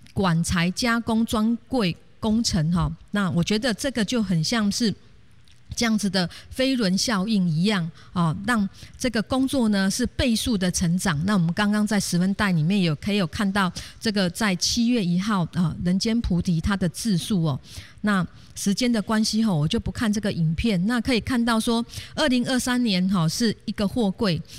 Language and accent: Chinese; Taiwan; 我们台湾人